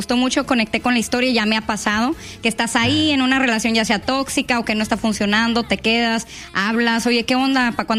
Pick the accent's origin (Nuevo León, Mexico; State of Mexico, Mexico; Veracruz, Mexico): Nuevo León, Mexico; China; Soy originaria de China, Nuevo León.